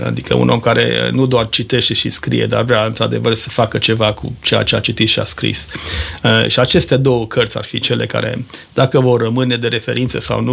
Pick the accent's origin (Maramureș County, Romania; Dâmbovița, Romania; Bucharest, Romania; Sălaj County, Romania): Maramureș County, Romania; moved away; dar am plecat de mult timp din România și de acasă, din Maramureș.